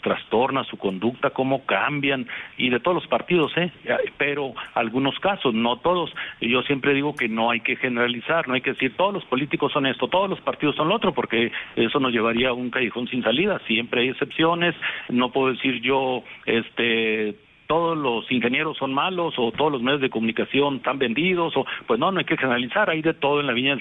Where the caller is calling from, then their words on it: Chihuahua, Mexico; como aquí en Chihuahua